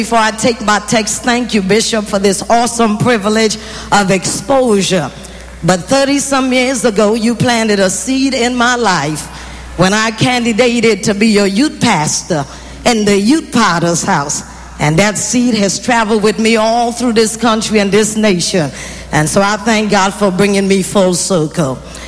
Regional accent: Trinidad & Tobago; they told you that I'm from Trinidad, which means the moment I start preaching, that accent is going to kick in real hard.

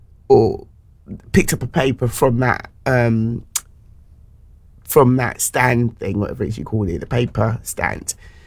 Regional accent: London, United Kingdom; my hometown in Tooting

